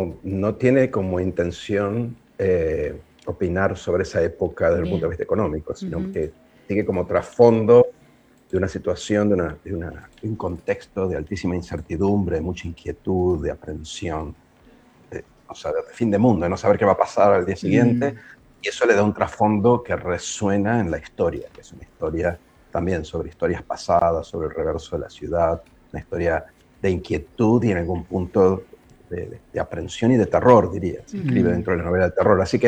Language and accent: Spanish; Buenos Aires, Argentina; porque yo soy muy porteño, porque he vivido toda mi vida acá y he intentado fugarme de Buenos Aires varias veces y siempre regreso.